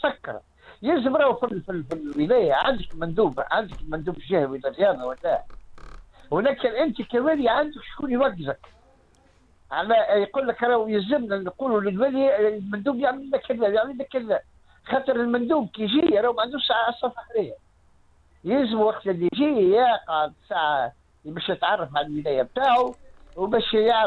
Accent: Tunisia

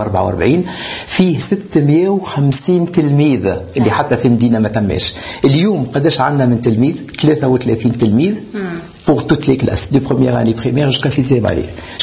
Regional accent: Tunis, Tunis Governorate, Tunisia; كيف جيت أنا من تونس لأنه يعني هذه بلادنا هذه تولدت فيها أمي وبابا وجدودي والكل

